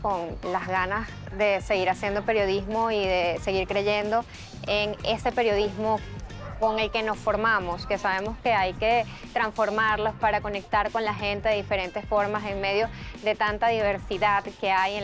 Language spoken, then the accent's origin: Spanish; Venezuela